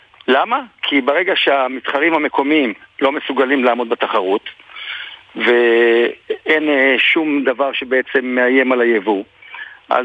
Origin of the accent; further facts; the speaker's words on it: Beit Hillel, Northern District, Israel; born there; אני נולדתי בבית הלל, ואני כבר לא כזה צעיר